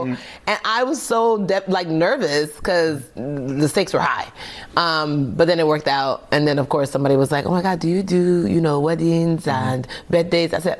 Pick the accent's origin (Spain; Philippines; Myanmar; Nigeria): Nigeria; And I was like, how do I do that? I'm Nigerian.